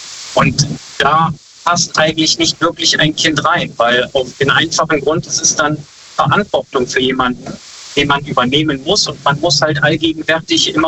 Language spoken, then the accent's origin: German; Brüggen, North Rhine-Westphalia, Germany; Ich komme eigentlich aus Brüggen, bin aber quasi unterwegs als Berufskraftfahrer.